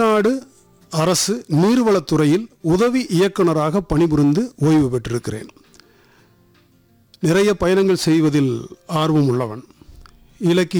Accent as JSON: {"language": "Tamil", "town": "Palani", "region": "Tamil Nadu", "country": "India", "said": "ஆனால் இன்றைக்கும் வந்து எனக்கு மிக நெருக்கமாக இருக்கும் பழனி. நான் பழனியை சேர்ந்தவன்."}